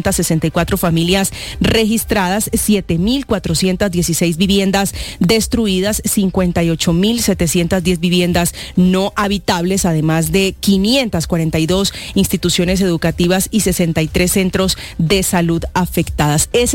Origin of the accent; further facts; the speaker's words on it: Colombia; más unidos como colombianos que nunca.